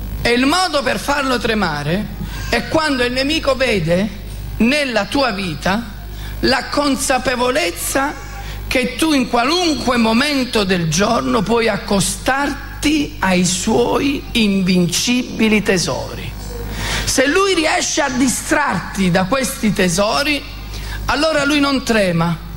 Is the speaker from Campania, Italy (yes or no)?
yes; Naples, Campania, Italy; Io sono napoletano, ha una bandiera, anche.